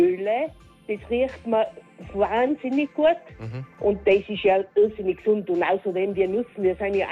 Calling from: Landeck, Tyrol, Austria; In Landeck, mittig in Landeck.

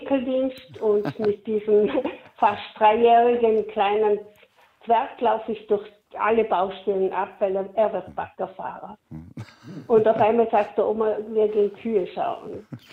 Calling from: Vorarlberg, Austria; Ich komme aus dem Montafon, wohne in Bludenz, also ich kenne Dornbirn schlecht.

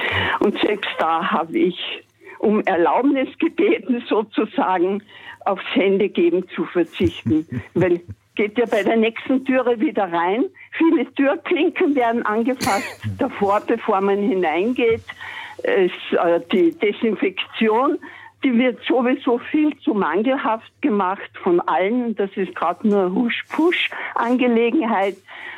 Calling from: Salzburg, Austria; Ich rufe aus Salzburg an.

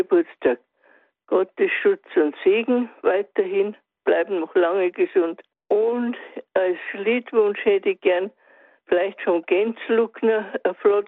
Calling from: Ohring, Austria; eine langjährige Hörerin aus Ohring

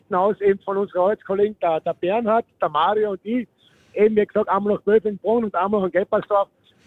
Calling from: Seeboden, Carinthia, Austria; Und wir sind aus Kärnten von Seeboden am schönen Mühlstädter See.

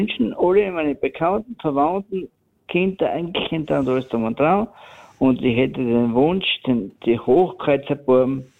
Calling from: St. Marein-Feistritz, Styria, Austria; Ja, St. Marein, Feistrich, aus dem Murtal.

